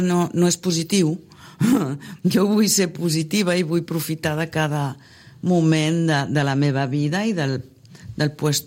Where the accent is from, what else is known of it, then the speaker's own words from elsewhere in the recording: Belgium; moved away as an adult; now in Sitges, Spain; Que jo he nascut i crescut a Bèlgica. Uh-huh. I vaig conèixer el meu home i viure a Sitges amb ell, treballar junts.